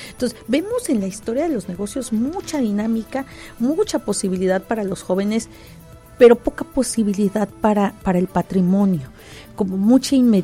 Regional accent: Baja California, Mexico; nos sentimos muy orgullosos de la gastronomía baja californiana

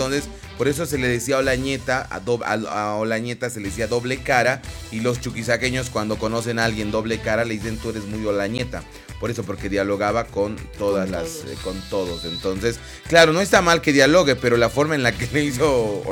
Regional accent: Bolivia; nos sentamos felices como bolivianos y ya.

